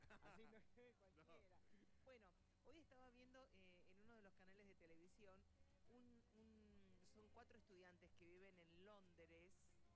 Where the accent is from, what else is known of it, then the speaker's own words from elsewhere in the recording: Argentina; Somos argentinos